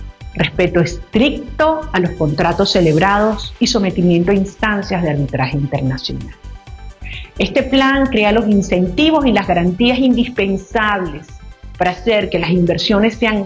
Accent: Venezuela; Somos venezolanos y queremos seguir siéndolo.

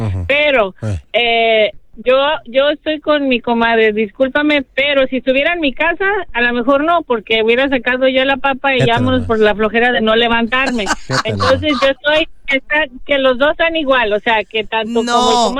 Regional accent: Jalisco, Mexico

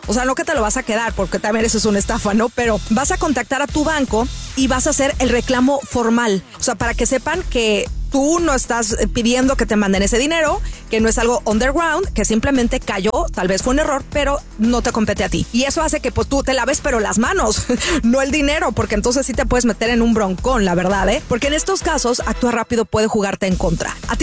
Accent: Mexico

